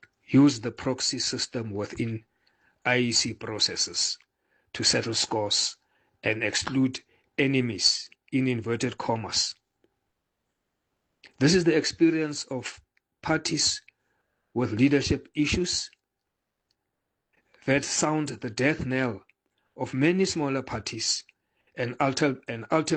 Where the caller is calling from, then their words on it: North West, South Africa; from the Northwest.